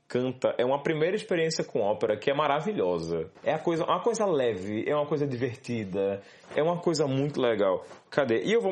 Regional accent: Jaboatão dos Guararapes, Pernambuco, Brazil; Eu sou de Cajueiro Seco.

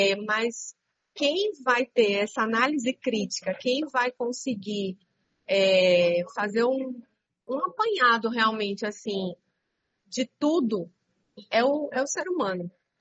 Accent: São Paulo, Brazil; also born or lived in Rio de Janeiro; now in Recife, Brazil; eu não sou daqui, eu não sou de Recife, por exemplo. Eu nasci no Rio, mas eu me criei em São Paulo. Eu estou aqui há 22 anos.

